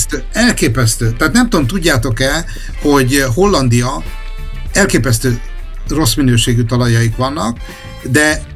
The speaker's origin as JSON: {"language": "Hungarian", "town": "Csökmő", "region": "Hajdú-Bihar", "country": "Hungary", "tie": "born or raised there", "moved": "yes", "said": "én alföldi vagyok alapvetően, Bihari egészen pontosan, egy Csökmű nevű faluból származtam el, mert ugye se egyetem nem volt, se más, úgyhogy kénytelen voltam elköltözni"}